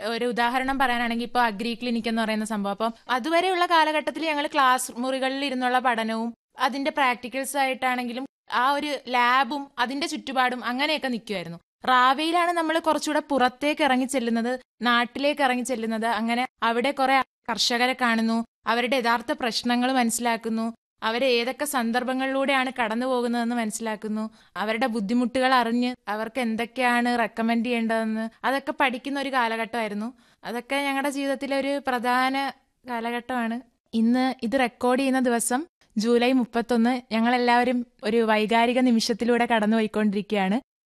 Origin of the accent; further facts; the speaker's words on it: Kollam, Kerala, India; കൊല്ലം സ്വദേശിയാണ്.